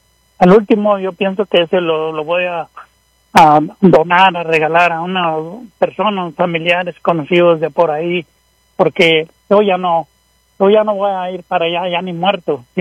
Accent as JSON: {"language": "Spanish", "region": "Guerrero", "country": "Mexico", "tie": "born or raised there", "also_born_or_lived": "Cuernavaca, Morelos", "moved": "yes", "lives_now": "Brighton, United States", "said": "Yo soy originario del estado de Guerrero, pero yo llegué a vivir ahí en Morelos, en una colonia de Cuernavaca. Y realmente, como dijo el chiste, la India María, ahora ya no soy ni de aquí ni de allá"}